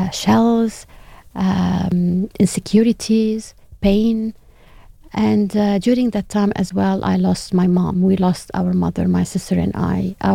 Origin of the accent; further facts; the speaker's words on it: Lebanon; Yeah, so all the way to Lebanon, Obviously, I'm Leba